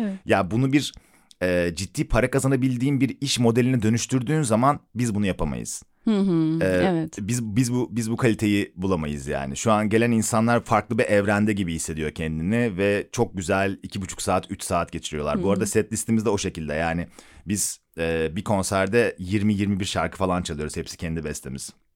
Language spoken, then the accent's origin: Turkish; İzmir, Turkey; Ben İzmirliyim işte Kıbrıs şehitlerinde böyle dağıtırlardı